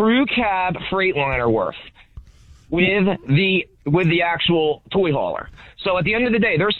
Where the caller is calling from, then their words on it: New Jersey, United States; I'm from Jersey